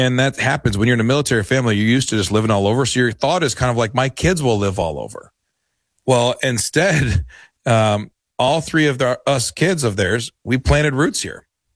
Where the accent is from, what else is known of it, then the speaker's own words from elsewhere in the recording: Dover, Delaware, United States; born there; also born or lived in Indiana, United States / Michigan, United States; So I was born on the Dover Air Force Base in Dover, Delaware. And my parents were from the East Coast. And then we moved to Indiana because of the Army. And then moved up to Michigan because of the Army.